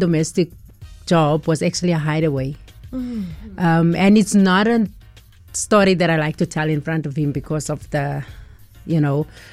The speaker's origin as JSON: {"language": "English", "region": "Northern Cape", "country": "South Africa", "said": "so I'm from Piankerdorp. It's a small little town outside of Kimberley."}